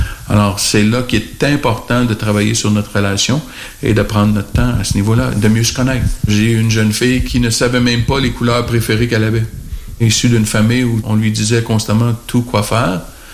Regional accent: Quebec, Canada; chez nous, au Québec

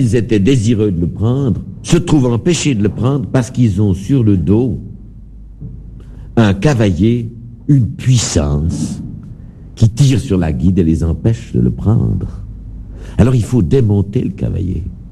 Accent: Grandson, Vaud, Switzerland; Quand j'étais enfant, je suis natif de Grandson.

